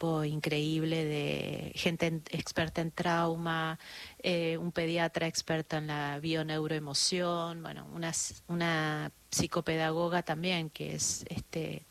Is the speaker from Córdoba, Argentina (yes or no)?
no; Buenos Aires, Argentina; born there; No, yo nací en Capital